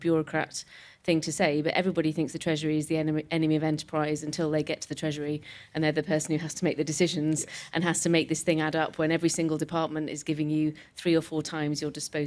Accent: Yorkshire and the Humber, United Kingdom; As a Yorkshire woman

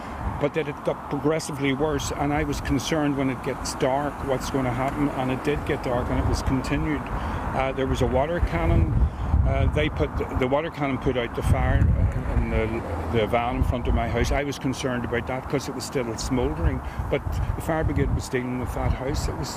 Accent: Belfast, Northern Ireland, United Kingdom; born there; Belfast is a lovely place, you know. And, you know, we get a lot of tourists here

